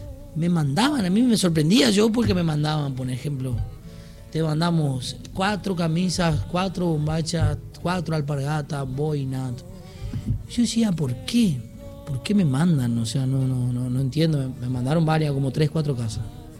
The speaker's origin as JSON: {"language": "Spanish", "town": "Gran Guardia", "region": "Formosa", "country": "Argentina", "tie": "born or raised there", "said": "yo nací en Formosa Capital, pero me crié en Gran Guardia, que es mi pueblito ahí cerquita. Ahí en realidad aprendí más a andar por la vida, aprender a mis primeros pasos"}